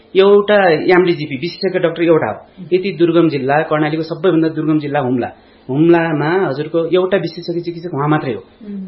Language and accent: Nepali; Surkhet, Karnali Province, Nepal; moved away as an adult; now in Humla, Nepal; मेरो घर चाहिँ सिर्खेत हो। हजुर, म यहाँ आएको चाहिँ साउनदेखि हो।